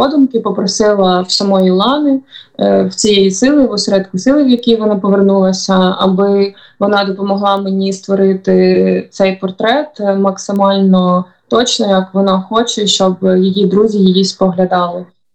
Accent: Zaporizhzhia, Zaporizhzhia Oblast, Ukraine; я також з Запоріжжя

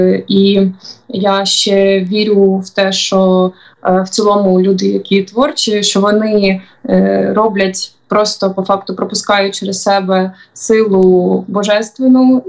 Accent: Zaporizhzhia, Zaporizhzhia Oblast, Ukraine; я також з Запоріжжя

